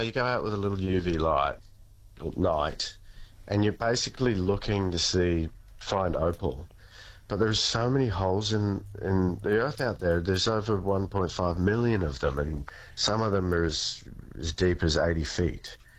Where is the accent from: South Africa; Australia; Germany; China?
Australia; Queensland; where I grew up in Bundi, and it's a, you know, it's a big country town. It's, you know, it's not a city